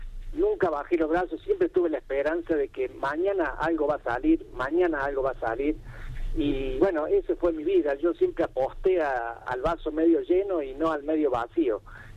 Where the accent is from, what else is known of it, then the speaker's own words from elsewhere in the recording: Río Tercero, Córdoba, Argentina; born there; de la ENET número 1 de General Savio de Río Tercero.